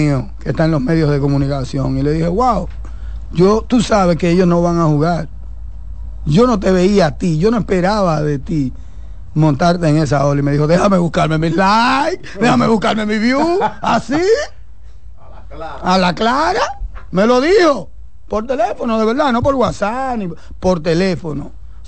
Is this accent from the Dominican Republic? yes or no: yes; Dominican Republic; ¿Qué yo desearía como dominicano?